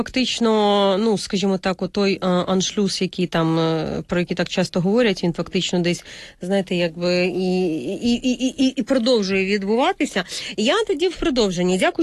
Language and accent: Ukrainian; Chornobyl, Kyiv Oblast, Ukraine; до мого рідного Чорнобиля